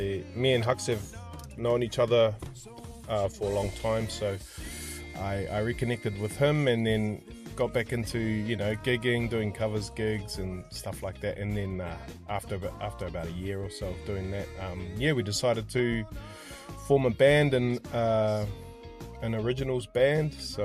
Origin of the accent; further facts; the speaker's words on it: Whanganui, Manawatū-Whanganui, New Zealand; moved away as an adult; also born or lived in Wellington; I was raised in Whanganui. Moved to Wellington in 2013 and moved around the country a little bit, and then moved back